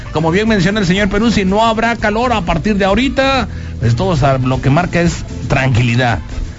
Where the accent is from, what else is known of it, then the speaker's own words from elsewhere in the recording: Chiapas, Mexico; pues solo así podemos darnos a conocer como una identidad allá fuera del estado de Chiapas, que somos totalmente chiapanecos de corazón, ¿no?